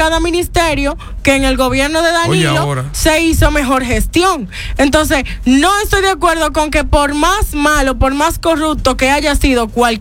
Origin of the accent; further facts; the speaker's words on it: Dominican Republic; todos somos dominicanos